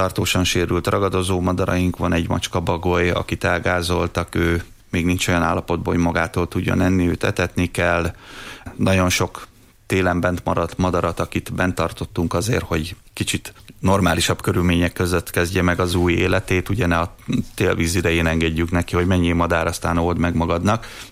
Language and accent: Hungarian; Miskolc, Borsod-Abaúj-Zemplén, Hungary; born or raised there